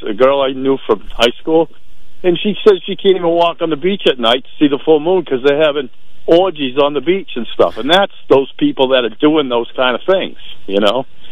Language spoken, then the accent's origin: English; Provincetown, Massachusetts, United States; born there; moved away; I'm from Provincetown. I lived in... My parents go way back, great-grandfather, fishing family.